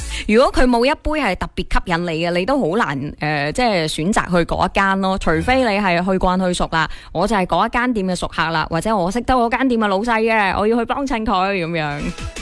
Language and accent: Cantonese; Guangdong, China; 我哋广东人口大省啦，消费大省啦，外贸大省啦